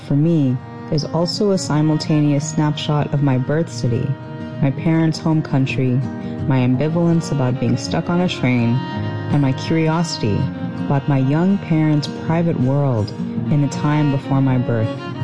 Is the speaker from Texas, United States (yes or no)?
yes; Texas, United States; moved away as an adult; I grew up in Texas and then left for many years to be a nomadic writer, and have settled back there for the last several years near my parents, who have been rooting there since the early 1980s.